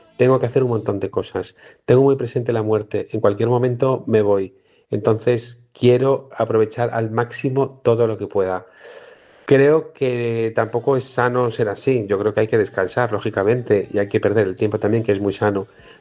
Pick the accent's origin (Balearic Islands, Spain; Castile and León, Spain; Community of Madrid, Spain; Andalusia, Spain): Balearic Islands, Spain